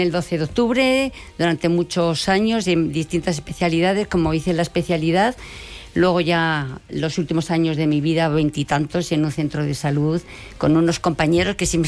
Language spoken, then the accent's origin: Spanish; Briviesca, Castile and León, Spain; Y yo soy de Burros, bueno, de Briviesca.